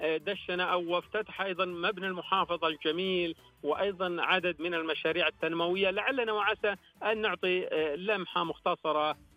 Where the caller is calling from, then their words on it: Hail, Hail Province, Saudi Arabia; صحيح فعلا الأجواء تقريبا من أسبوعين تغيرت عندنا في حائل